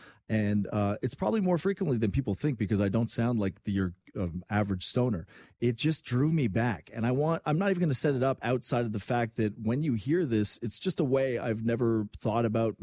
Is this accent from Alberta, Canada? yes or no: no; Quebec, Canada; I mean, I grew up in Quebec. Smoking cigarettes was a thing. I mean, when I was in university, and maybe that was the French Canadian in me or the Quebec in me